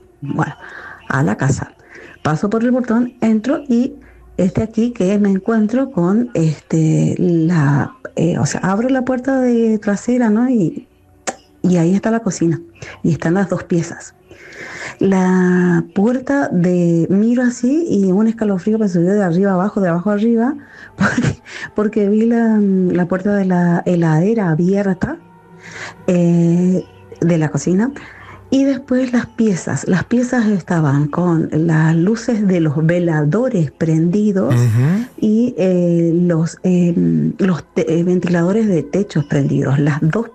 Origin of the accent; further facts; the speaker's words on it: Corrientes, Argentina; born there; moved away; also born or lived in Chos Malal, Neuquén; También en la casa de la infancia, que era en Corrientes Capital.